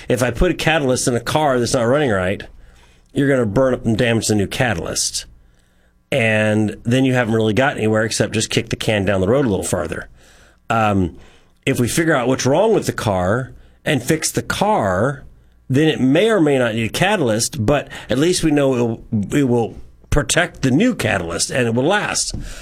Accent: United States; at least as an American

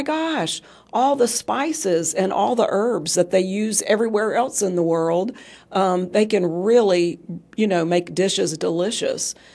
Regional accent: West Virginia, United States; Well, I grew up in West Virginia thinking that you season with fat. That's how I grew up.

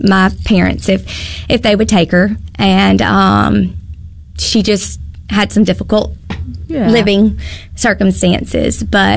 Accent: Union, Mississippi, United States; I'm originally from Union, Mississippi

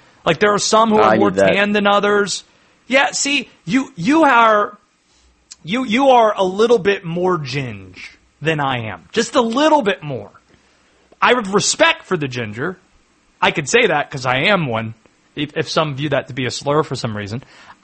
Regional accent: Baltimore, Maryland, United States; born there; I was born in Baltimore

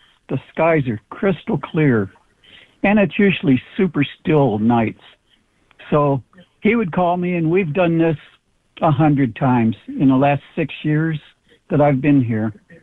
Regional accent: Kingman, Arizona, United States; born there; moved away; also born or lived in Southern California; I was born in 1950 in Kingman, Arizona.

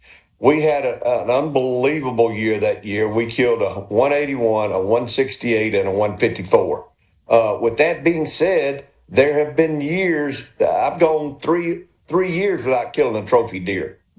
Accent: Walthall County, Mississippi, United States; I grew up in Walthall County on a farm, and you know, back then there weren't any deer

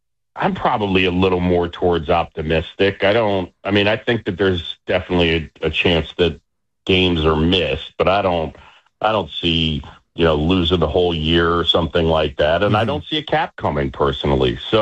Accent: New York, United States; our friend Tim Sheehy, we grew up with on Roosevelt Island in New York.

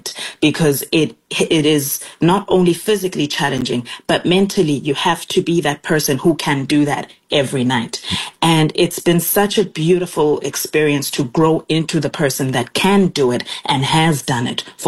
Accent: South Africa; first language Xhosa; English is a second language; really came in handy because as South Africans, we're primed to learn other languages. So I speak, my native language is Xhosa, the same language that was spoken by Nelson Mandela … …

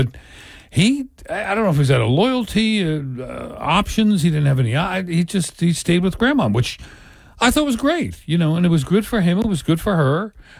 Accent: Delran, New Jersey, United States; I lived behind a family that had four boys when I was growing up in Delran

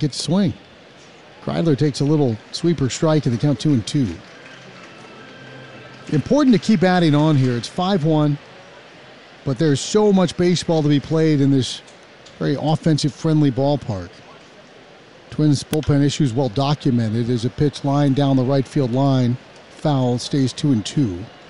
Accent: Minnesota, United States; And I was like, oh, I'm Minnesotan.

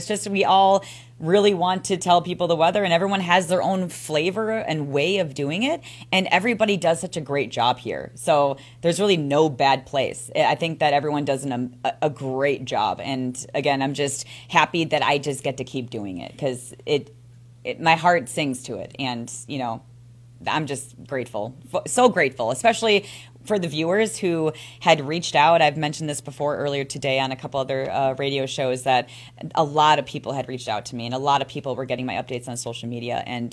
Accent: Franklin, Wisconsin, United States; now in Waukesha, United States; So, I mean, my heart is always a Southsider. I grew up in Franklin, so that's where my heart always will be.

